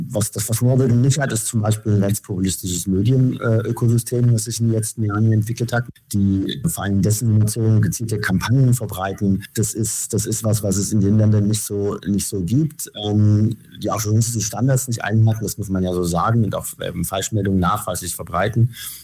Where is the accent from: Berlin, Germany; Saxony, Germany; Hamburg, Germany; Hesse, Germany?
Saxony, Germany; born there; Ich bin ja gebürtiger Sachse und habe auch in Sachsen berichtet